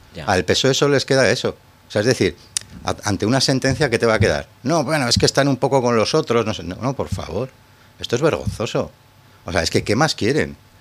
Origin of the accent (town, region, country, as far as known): Aragon, Spain